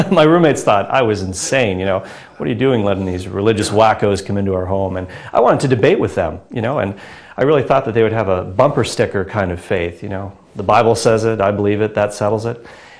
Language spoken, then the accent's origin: English; Cole Harbour, Nova Scotia, Canada; also born or lived in Halifax, Nova Scotia; I was born in Halifax, Nova Scotia, and I grew up in a suburb of the Halifax area called Cole Harbour.